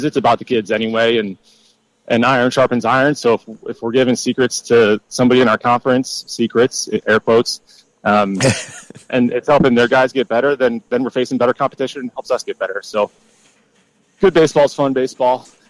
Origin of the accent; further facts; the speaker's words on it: Defiance, Ohio, United States; moved away; I grew up in Defiance, Ohio, Northwest Ohio